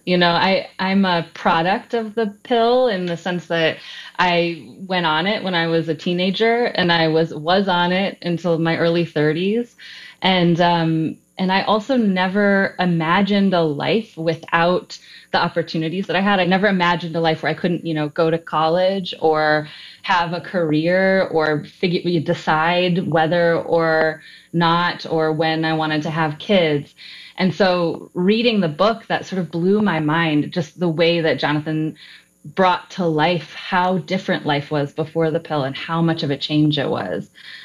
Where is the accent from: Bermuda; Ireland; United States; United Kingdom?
United States; Minneapolis, Minnesota; Oh, hello. Hi, my hometown.